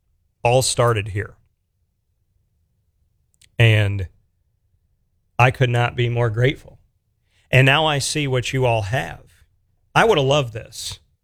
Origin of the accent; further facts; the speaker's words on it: Syracuse, New York, United States; Then after that, I went to my hometown of Syracuse